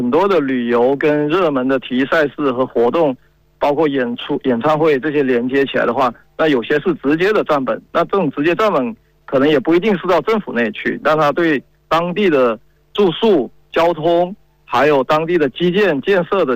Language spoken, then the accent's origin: Chinese; Guangdong, China; 正好我是广东人，所以我对早茶是这个很有那个很亲切的啊。